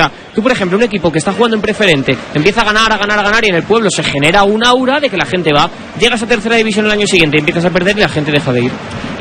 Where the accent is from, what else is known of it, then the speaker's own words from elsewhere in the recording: Lerma, Castile and León, Spain; Que fui por las fiestas de Lerma, de mi pueblo, de la zona cercana